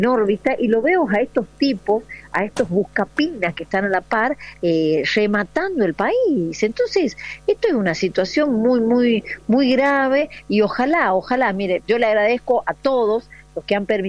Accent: La Rioja, Argentina; yo soy de La Rioja, estoy acá, bueno, voy al Congreso

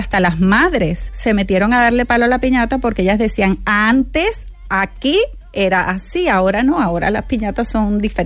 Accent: Venezuela; moved away as an adult; now in Huelva, Spain; yo soy de Venezuela, pero ya tengo muchísimos años aquí.

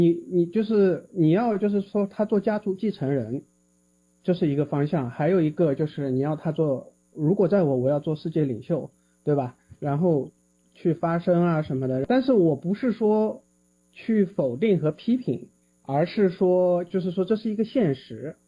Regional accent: Shanghai, China; 我们是上海人嘛

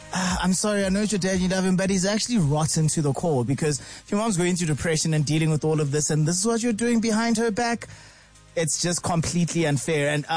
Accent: Alberton, Gauteng, South Africa; Anyway, we're going to my hometown, Alberton, where all the juicy secrets start.

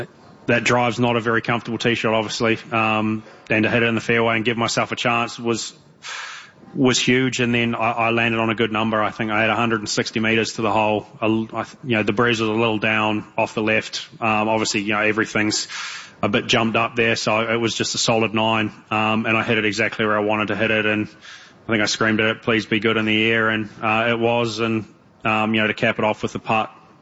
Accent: New Zealand; growing up in New Zealand, we play in a fair bit of wind

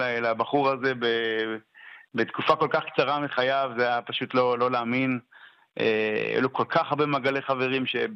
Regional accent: Yogev, Northern District, Israel; born there; also born or lived in Kibbutz Megiddo; אני נולדתי במושב היוגב, גם אופרי, אבל היינו 15 שנה חברי קיבוץ מגידו, שחזרנו חזרה למושב

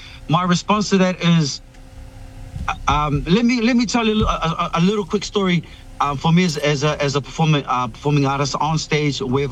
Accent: Niue; And so Malcolm and Hans and I, we're island boys from Niue in another country, so we have to represent that way.

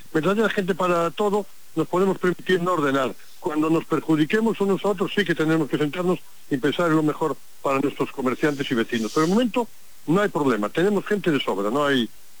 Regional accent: Cambados, Galicia, Spain; me preocupo en mi pueblo, la noche del festival del Albariño, o sea, el sábado, que, bueno, pues es el día fuerte en Cambados, ¿no?

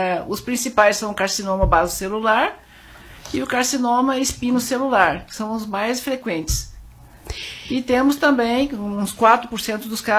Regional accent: Curitiba, Paraná, Brazil; now in São Paulo, Brazil; Eu comecei em Curitiba, eu sou de Curitiba, e eu comecei a fazer clínica geral num hospital em Curitiba

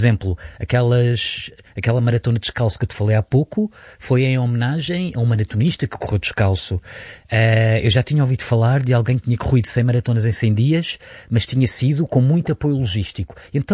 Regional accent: Portugal; a minha terra, Portugal. Eu sou português com muito orgulho

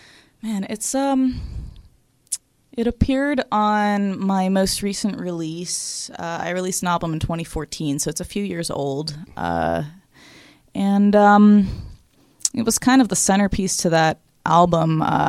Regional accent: Franklin Park, Pennsylvania, United States; I'm from here. I'm from Pittsburgh.

